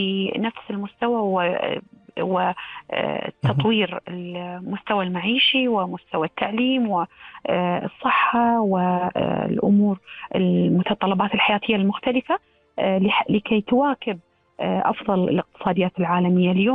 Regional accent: Kuwait; احنا ككويتيين

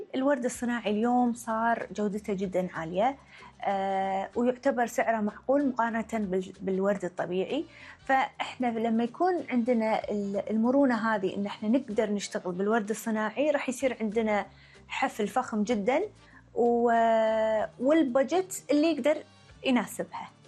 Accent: Kuwait; عندنا بالكويت

